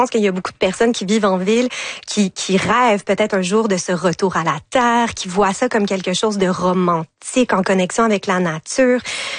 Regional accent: Montreal, Quebec, Canada; J'ai grandi, je suis née, j'ai grandi dans le Mile End à Montréal, un quartier central, très urbain.

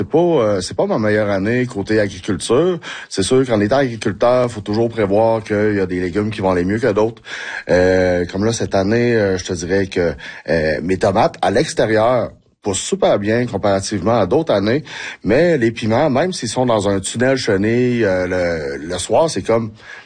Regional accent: Sept-Îles, Quebec, Canada; quand j'étais jeune à Sept-Îles.

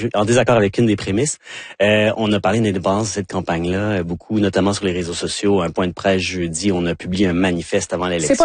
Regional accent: Vanier, Canada; born there; Oui, je suis né à Vanier, en face du marché du store. Mais donc je suis un deuxième génération.

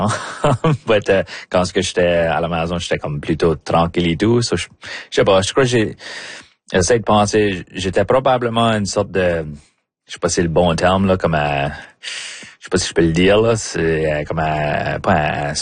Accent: Memramcook, New Brunswick, Canada; On dirait c'est probablement des souvenirs d'être chez nous à Memramcook puis être c'est de courir dans le champ en arrière de chez nous.

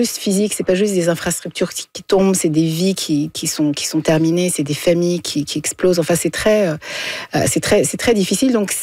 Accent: Montreal, Quebec, Canada; comme au Canada, au Québec, à Montréal. J'ai grandi à Montréal

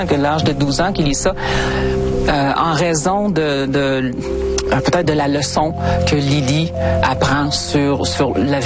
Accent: Rouyn-Noranda, Quebec, Canada; Moi, quand j'ai grandi, à Rouyn-Noranda, il n'y avait pas beaucoup de livres.

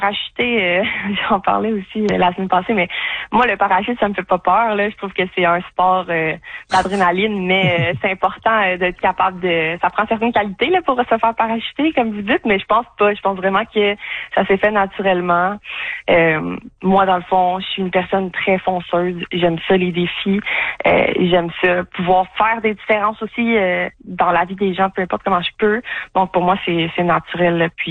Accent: Saint-Hyacinthe, Quebec, Canada; also born or lived in Sorel-Tracy; now in Sherbrooke, Canada; j'ai grandi majoritairement en Montérégie à Sainte-Hyacinthe

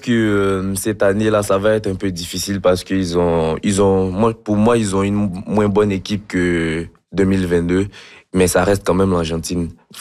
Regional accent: Côte d’Ivoire; étant donné que je viens de la Côte d'Ivoire, j'ai commencé à pratiquer ce sport depuis que je suis tout petit.

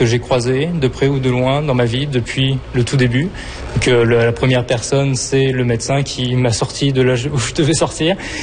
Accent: Antibes, Provence-Alpes-Côte d'Azur, France; moved away as an adult; now in Quebec, Canada; je viens d'Antibes, c'est proche de Nice, sur la Côte d'Azur, en France. C'est à la frontière italienne.

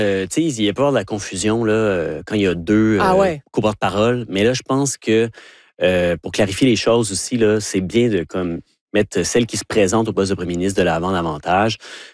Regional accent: Vanier, Quebec, Canada; born there; Ben oui, je suis né à Vanier, en face du marché du Store. Mais donc, je suis un deuxième génération.

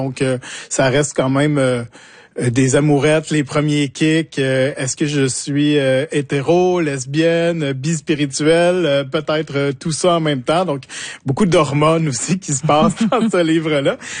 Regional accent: Quebec, Canada; Je viens de l'Estrie, je viens des champs, je viens de la forêt. Et bon, mes parents ne sont pas agriculteurs, mais c'est tout comme.

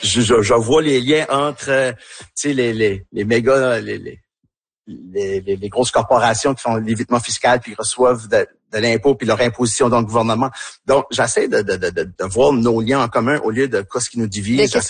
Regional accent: Tracadie, New Brunswick, Canada; accent: Tracadie; ben, je parle avec mon accent tracadie ouais.

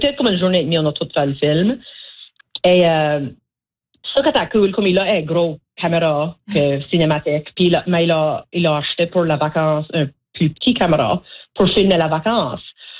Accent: Petit-Ruisseau, Nova Scotia, Canada; Oui, so moi j'ai grandi à la baie Sainte-Marie. J'ai grandi au Petit-Ruisseau, qui est dans la région Clare. C'est la région acadienne au sud-ouest de la Nouvelle-Écosse.

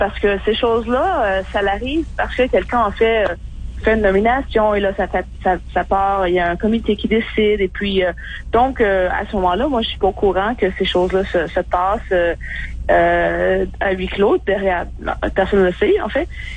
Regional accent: Quebec, Canada; now in Ontario, Canada; j'ai quand même passé 20 ans de ma vie ici. Bien sûr, je viens du Québec.

